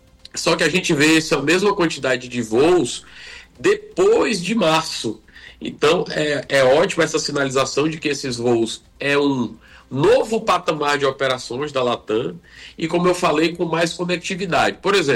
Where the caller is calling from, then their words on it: Fortaleza, Ceará, Brazil; Rapaz, eu tô falando de uma capital cearense debaixo d'água aqui, bastante cinza.